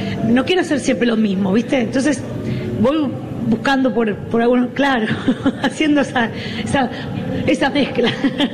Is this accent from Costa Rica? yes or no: no; Santa Fe, Argentina; Yo soy santafesina y para mí haberme criado escuchando … es, como decís, es parte de lo que a mí me representa.